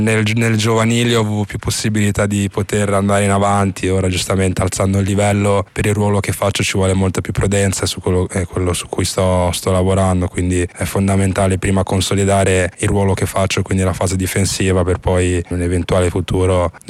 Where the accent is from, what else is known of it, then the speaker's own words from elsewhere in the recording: Genoa, Liguria, Italy; moved away as an adult; Ah, Genova per me è casa, nonostante non sono nato esattamente a Genova, sono sempre cresciuto lì, e ho fatto tutta la mia carriera, tutta la mia vita a Genova, quindi reputo tutti gli effetti Genova casa mia, nonostante non sia il mio luogo di nascita.